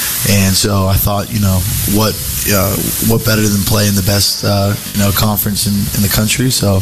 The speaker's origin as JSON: {"language": "English", "town": "Lambertville", "region": "New Jersey", "country": "United States", "tie": "born there", "said": "so I was born in New Jersey, a small town called Lambertville."}